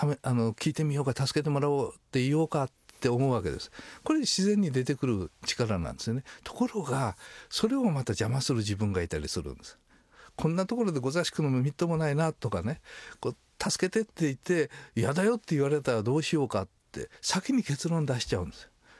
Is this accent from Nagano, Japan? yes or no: no; Ehime, Japan; also born or lived in Matsuyama; 私愛媛県の山奥の出身なんですね。まあ、30軒ぐらいしか家がない山の中で